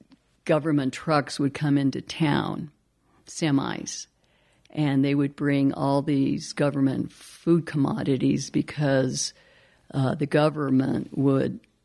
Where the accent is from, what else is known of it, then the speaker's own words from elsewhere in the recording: Windsor, Colorado, United States; growing up in Windsor was interesting because the first immigrants into that area were the Russians and Germans.